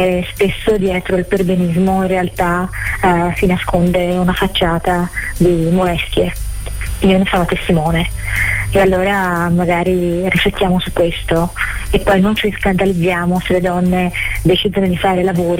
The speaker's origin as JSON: {"language": "Italian", "town": "Florence", "region": "Tuscany", "country": "Italy", "said": "sono di Firenze"}